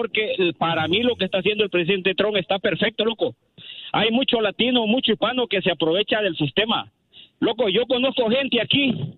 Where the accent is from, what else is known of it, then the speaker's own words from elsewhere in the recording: Pakistan; Spanish is a second language; Yo soy de Pakistán, pero mi esposa es salvadoreña y aprendí a hablar español.